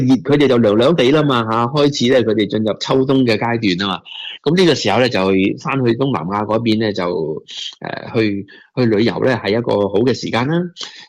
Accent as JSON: {"language": "Cantonese", "country": "China", "lives_now": "Australia", "said": "睇下我哋中国人华夏历史周围嘅一啲唔同嘅历史文化嘅一啲景点啦"}